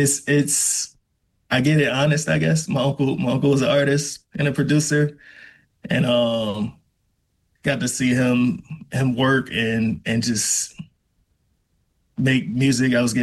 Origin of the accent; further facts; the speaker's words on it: Roanoke, Virginia, United States; from Roanoke. Born and raised, an artist and an activist and an educator and a man of many hats, a coach.